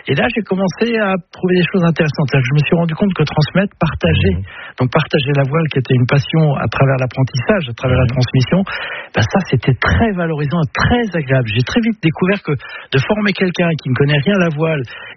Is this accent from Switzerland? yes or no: no; Brittany, France; je suis breton et puis je le ressens profondément. Donc voilà, de la vallée de la Ranzue derrière Saint-Malo.